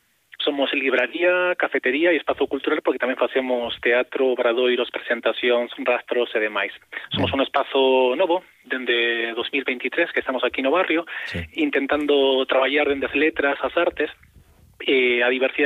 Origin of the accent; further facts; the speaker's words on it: Argentina; now in Spain; esas persoas chegaron persoas de outros sitios, como é o meu caso, que son da Argentina.